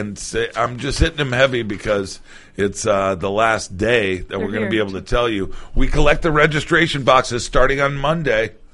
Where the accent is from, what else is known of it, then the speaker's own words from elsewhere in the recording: New England, United States; now in Michigan, United States; To my home country of New England.